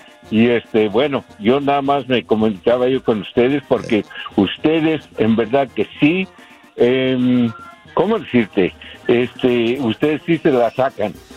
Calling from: Long Beach, California, United States

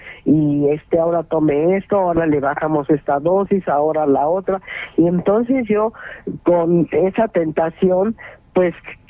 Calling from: Coacalco, State of Mexico, Mexico; Yo estoy en Coacalco.

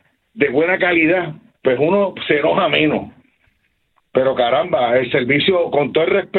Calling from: San Juan, Puerto Rico; De aquí de San Juan, Puerto Rico.

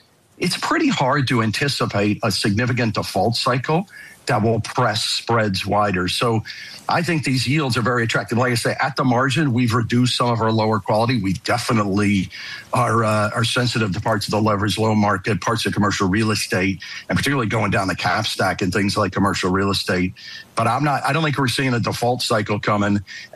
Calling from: Saskatchewan, Canada; So, by the way, I'm doing this from Saskatchewan, which is a good, cool place to be.

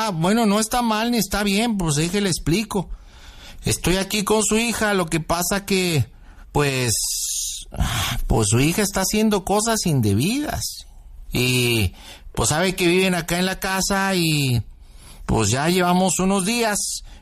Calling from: Hidalgo, Mexico; Soy hermano de Vicente, le estoy hablando acá de Hidalgo.

